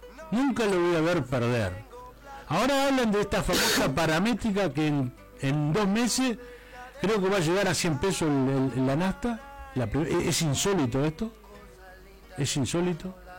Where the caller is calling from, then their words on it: Uruguay